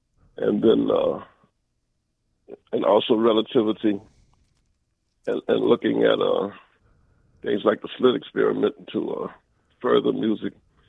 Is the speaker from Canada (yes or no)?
no; New Orleans, Louisiana, United States; because I come from New Orleans and we dance to jazz